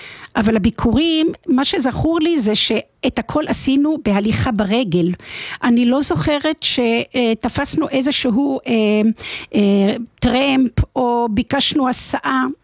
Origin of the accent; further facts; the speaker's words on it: Jerusalem, Jerusalem District, Israel; moved away as an adult; now in northern Israel; אז גדלתי בירושלים, כן, ירושלמית, אני קוראת לעצמי עדיין ירושלמית, למרות שיש כאלה שכועסים, אבל את גרה בצפון. לא, אז אני ירושלמית ושומרת אמונים למקום הזה